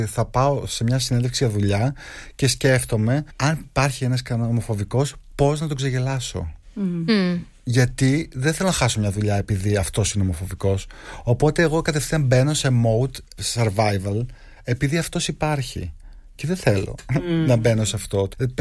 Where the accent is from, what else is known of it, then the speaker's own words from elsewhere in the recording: Vathytopos, Eastern Macedonia and Thrace, Greece; born there; moved away; Πριν ένα μήνα είχα πάει στο χωριό μου.